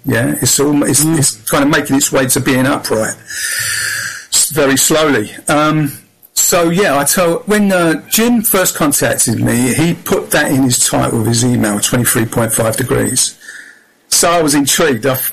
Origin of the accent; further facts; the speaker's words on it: London, United Kingdom; accent: southeast London; No, I was brought up in Peckham, London, southeast London, so that's my accent.